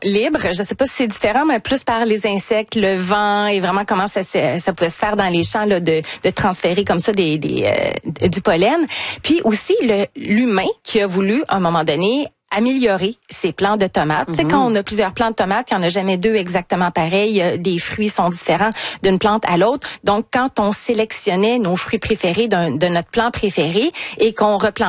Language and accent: French; Canada; l'Amérique du Sud vers le nord, vers chez nous au Canada